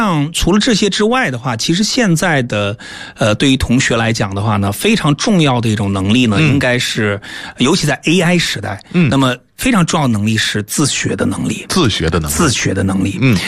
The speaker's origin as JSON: {"language": "Chinese", "country": "China", "said": "我们中国人"}